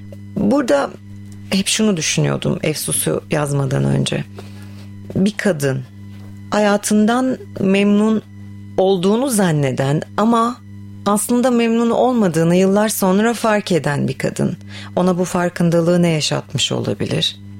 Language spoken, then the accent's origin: Turkish; Samsun, Turkey; Ben doğma büyüme Samsunluyum.